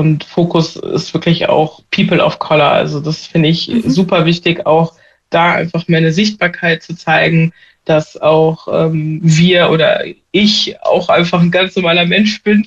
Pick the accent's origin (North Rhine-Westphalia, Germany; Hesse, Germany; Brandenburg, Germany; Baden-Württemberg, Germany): North Rhine-Westphalia, Germany; Bonn; bin gebürtige Bonnerin oder Bad Godesberg, sage ich immer gerne dazu. und bin 32 Jahre alt und bin Künstlerin aus Bonn.